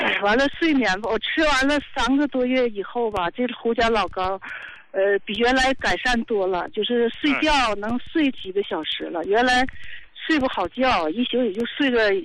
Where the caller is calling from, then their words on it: Qiqihar, Heilongjiang, China; 我是黑龙江的，那啥，齐齐哈尔的，71岁了